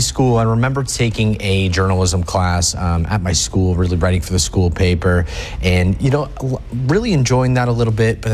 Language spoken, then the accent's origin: English; Lake Placid, New York, United States; moved away; I grew up in the Adirondacks in Lake Placid.